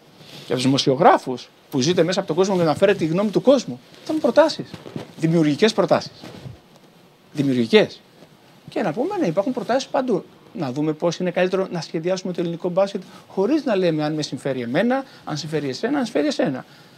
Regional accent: Patras, Western Greece, Greece; moved away; Εγώ στην Πάτρα μεγάλωσα. Την Πάτρα είμαι. Και δεν την ξεχνώ ποτέ και χαίρομαι που είμαι από εκεί.

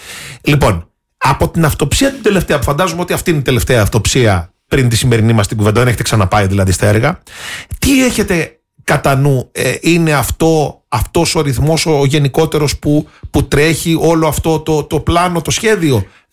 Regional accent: Crete, Greece

